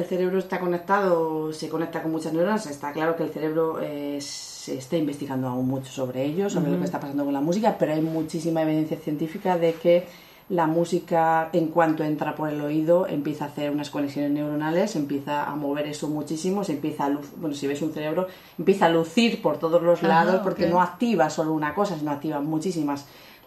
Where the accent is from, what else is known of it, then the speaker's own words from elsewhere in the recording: Spain; now in Germany; Aunque yo no vengo de Latinoamérica, mi madre viene de Chile, pero yo soy española